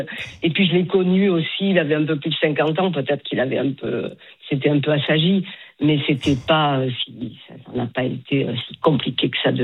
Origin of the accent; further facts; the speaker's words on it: Toulouse, Occitanie, France; Alors, je suis toulousaine.